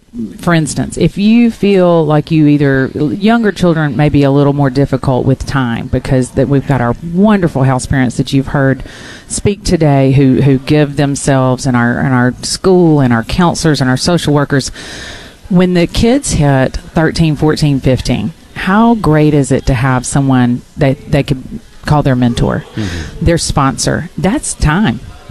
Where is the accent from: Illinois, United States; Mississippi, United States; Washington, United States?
Mississippi, United States; Columbus; I grew up in Columbus, mm-hmm. where Palmer Home was founded 131 years ago.